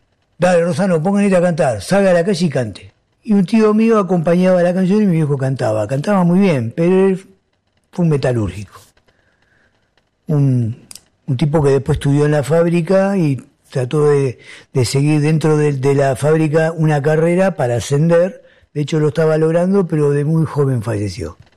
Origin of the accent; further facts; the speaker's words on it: Argentina; born there; De mi familia, que somos familia italiana. Yo soy nacido acá en Argentina, primera generación, nacido de los emigrantes, ¿no? Que llegaron. Tanto de parte de mis padres como de mi madre, imagínate que son napolitanos.